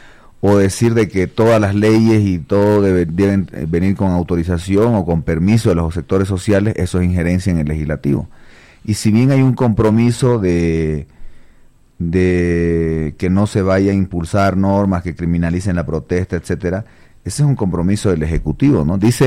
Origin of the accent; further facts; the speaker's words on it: Bolivia; ¿somos más los bolivianos que queremos vivir en paz en este país?